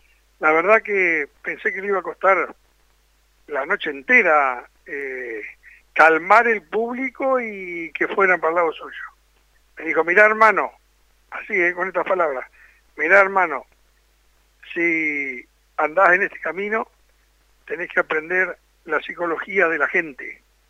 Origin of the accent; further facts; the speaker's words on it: Argentina; Yo soy argentino